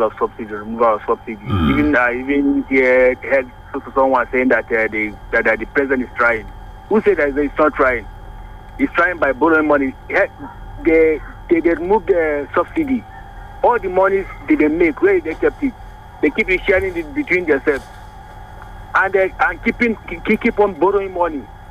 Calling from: Nigeria; calling from Faba.

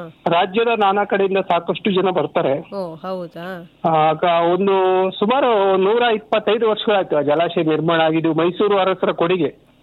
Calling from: Marikanive, Karnataka, India; ಮಾರಿಕಣಿವೆಯಿಂದ.

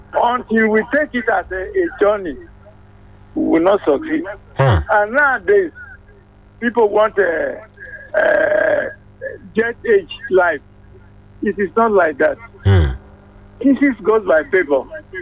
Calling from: Ilorin, Kwara, Nigeria; from Ilori.

